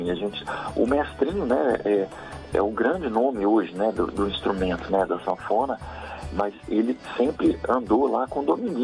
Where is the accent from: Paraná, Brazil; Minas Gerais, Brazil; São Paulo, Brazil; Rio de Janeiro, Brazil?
Minas Gerais, Brazil; Eu e a Bárbara, sim, somos de Minas, né?